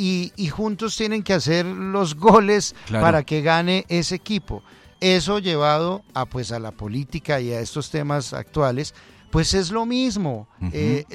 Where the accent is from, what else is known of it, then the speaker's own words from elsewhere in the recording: Colombia; ya hubo unas elecciones, pero somos los colombianos